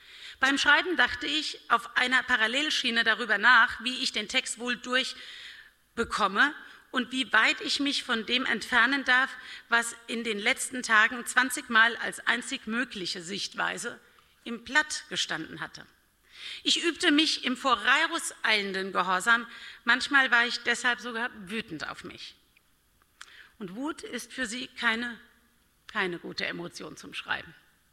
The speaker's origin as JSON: {"language": "German", "town": "Bad Kreuznach", "region": "Rhineland-Palatinate", "country": "Germany", "tie": "born or raised there", "said": "bin Rheinland-Pfälzerin, komme von der nahe Bad Kreuznach. Und das ist meine Geburtsstadt"}